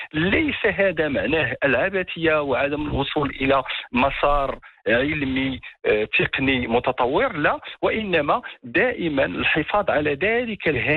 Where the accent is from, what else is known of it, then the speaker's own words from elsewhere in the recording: Morocco; أننا كمغاربة تربطنا بإدغار مورا